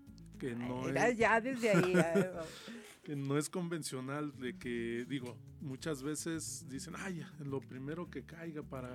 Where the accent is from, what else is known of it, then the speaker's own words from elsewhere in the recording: Mexico City, Mexico; moved away as an adult; now in Zacatecas, Mexico; yo soy de la Ciudad de México y empecé desde muy niño